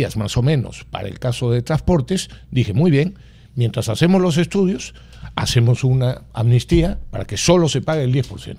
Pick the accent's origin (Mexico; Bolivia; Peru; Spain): Peru; a mí me indignó como peruano.